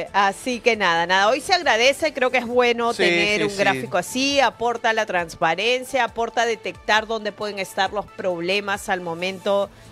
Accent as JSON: {"language": "Spanish", "country": "Peru", "said": "es una buena noticia para nosotros como peruanos y peruanas"}